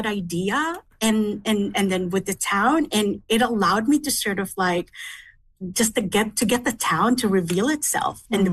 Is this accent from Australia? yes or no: no; Manitoba, Canada; also born or lived in Philippines; all of those experiences starting from the Philippines and growing up in Manitoba, I just really became very attuned to those small details and patterns in the environment.